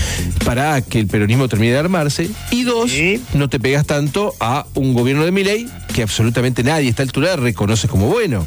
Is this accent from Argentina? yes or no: yes; Paraná, Entre Ríos, Argentina; a mí, a todos los que somos de Paraná